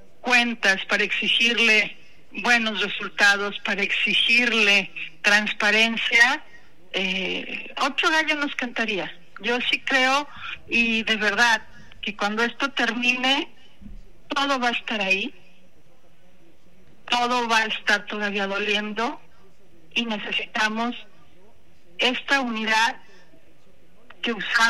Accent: Mexico

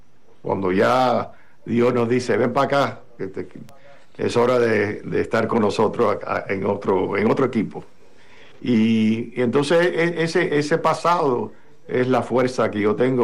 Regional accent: Cuba; por supuesto, en mi país natal, en Cuba, durante la guerra de independencia

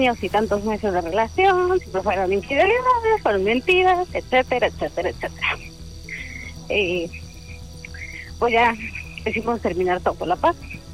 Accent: Ecatepec, State of Mexico, Mexico; Tengo 31 años y de Ecatepec.

